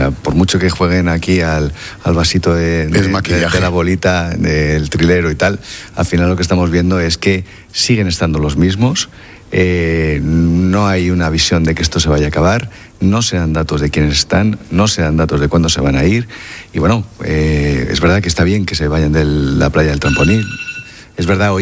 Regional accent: Madrid, Community of Madrid, Spain; now in Ceuta, Spain

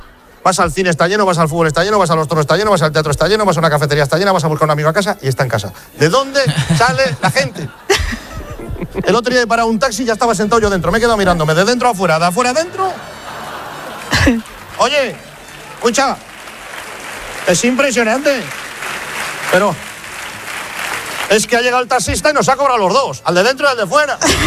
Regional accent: Valladolid, Castile and León, Spain; moved away as an adult; now in Madrid, Spain; Me he criado en Valladolid y ahora vivo en Madrid

